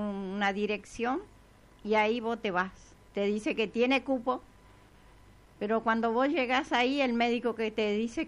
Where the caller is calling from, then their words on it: Resistencia, Chaco, Argentina; con la edad de 72 años me cruzo la ciudad de Resistencia de punta en punta